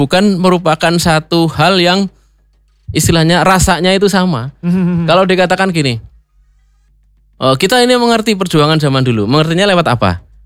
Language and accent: Indonesian; Java, Indonesia; kalau kita orang Jawa mengatakan